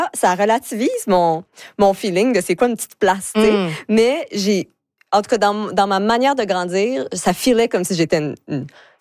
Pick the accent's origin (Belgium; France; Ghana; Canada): Canada; Deux-Montagnes, Quebec